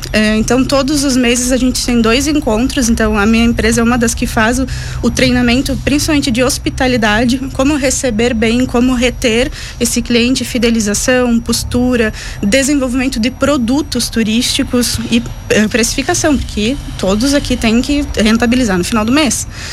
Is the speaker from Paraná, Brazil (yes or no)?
no; Farroupilha, Rio Grande do Sul, Brazil; Não, mas eu sou de Farroupilha. E aí eu viajei muito, já circulei muito, morei em muitos lugares